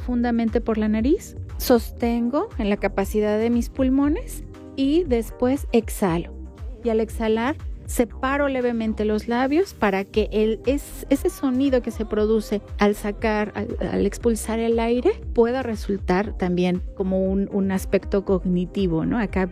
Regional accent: Mexico; reconocernos como población mexicana

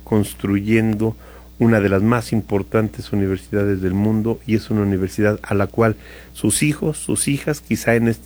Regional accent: Hidalgo, Mexico

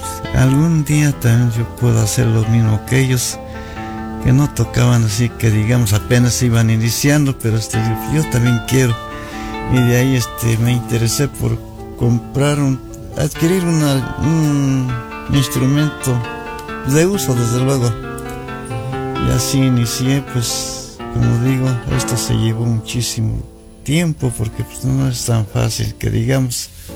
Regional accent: El Pedregal, Mexico; Bueno, pues yo soy originario de la comunidad del Pedregal, municipio de San Bartolo.

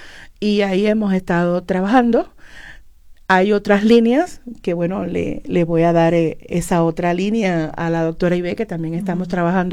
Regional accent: Cuba; moved away as an adult; now in Hidalgo, Mexico; aquí en México, en la Universidad Autónoma del Estado de Hidalgo, desde que llegué, ya venía desde mi país de origen

